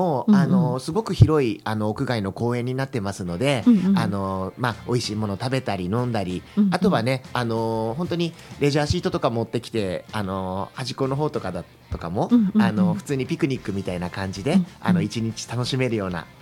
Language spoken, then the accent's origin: Japanese; Koshigaya, Saitama, Japan; now in Kasukabe, Japan; もともと越谷出身なんですけど、今は春日部市民です